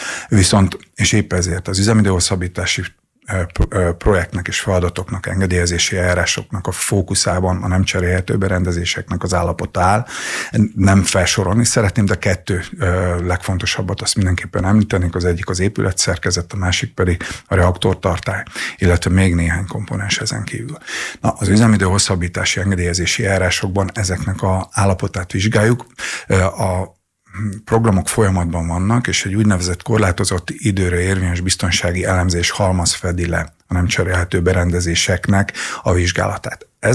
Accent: Paks, Tolna, Hungary; Paksiként

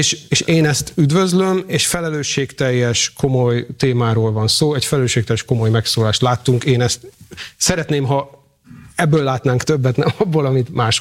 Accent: Hungary; a magyarokról szokták mondani, hogy híresek, hogy a bajban azért nagyon tudunk összetartani

